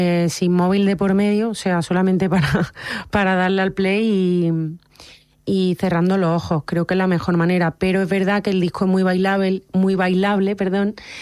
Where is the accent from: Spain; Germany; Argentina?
Spain; Córdoba, Andalusia; yo soy de Córdoba